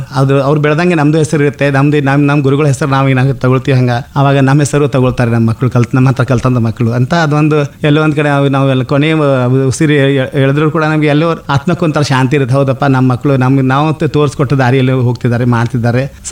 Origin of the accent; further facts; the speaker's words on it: Raibag, Karnataka, India; moved away; ನಮ್ಮ ಹಳ್ಳಿ ಅಲ್ವಾ, ಅದು ರಾಯಬಾಗ ಅಂದರೆ ನಾನು ದೊಡ್ಡ ಊರಲ್ಲ, ತಾಲೂಕು ಪ್ಲೇಸ್ ಇದ್ರು ಇಟ್ಸ್ ಲೈಕ್ ಗ್ರಾಮ್ ಸ್ಟಿಲ್ ಅದು.